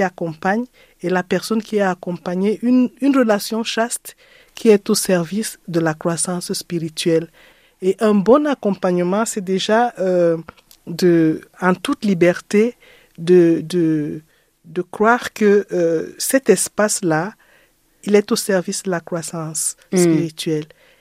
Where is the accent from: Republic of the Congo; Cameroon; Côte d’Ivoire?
Cameroon; moved away as an adult; now in France; quand j'étais dans mon pays au Cameroun.